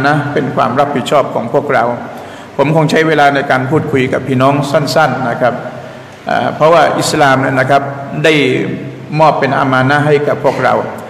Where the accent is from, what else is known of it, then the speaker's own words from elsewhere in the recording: Bangkok, Thailand; ผมพูดถึงคนกรุงเทพเราเนี่ยพวกเราเนี่ยคนคลองชีวิตของเราตั้งแต่สมัยปู่ย่าตายายของเรามานะครับผูกพันกับน้ำผูกพันกับลำคลองมาโดยตลอด